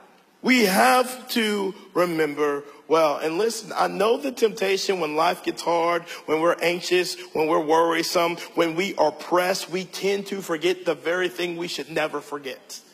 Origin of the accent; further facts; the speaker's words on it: the South, United States; Y'all, I'm from the South. When I think about a rocking chair, I'm thinking about Cracker Barrel, y'all.